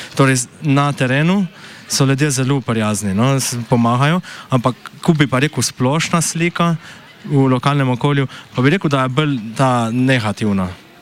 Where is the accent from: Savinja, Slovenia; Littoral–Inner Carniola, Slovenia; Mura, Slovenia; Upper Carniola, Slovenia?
Littoral–Inner Carniola, Slovenia; jaz prihajam z Vasikav, tam živi nas 300 ljudi